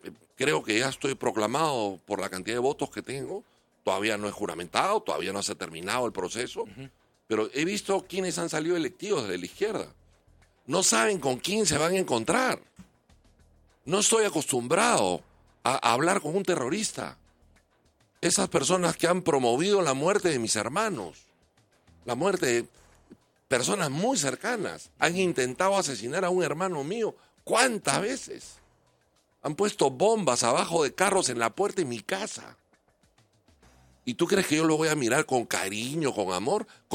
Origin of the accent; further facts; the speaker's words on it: Peru; soy peruano.